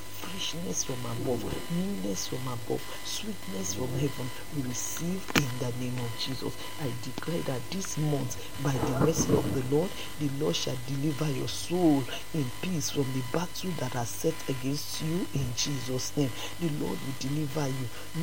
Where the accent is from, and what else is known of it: Nigeria